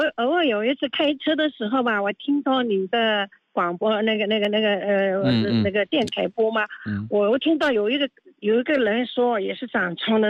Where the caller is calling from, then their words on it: Suzhou, Jiangsu, China; 我是苏州的。